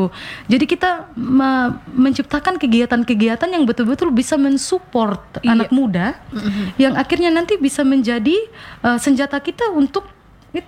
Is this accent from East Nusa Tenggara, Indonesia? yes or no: yes; East Nusa Tenggara, Indonesia